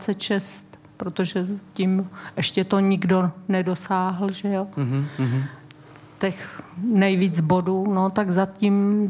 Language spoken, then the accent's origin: Czech; Hradec Králové Region, Czechia; pocházím od Hradce, že jo, nebo tam bydlím